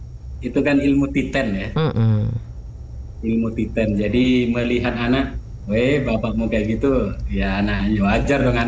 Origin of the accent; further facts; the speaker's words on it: Madura, East Java, Indonesia; born there; ternyata Allah lahirkan di Madura.